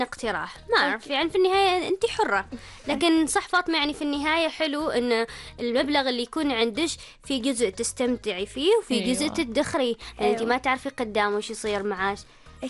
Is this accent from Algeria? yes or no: no; Oman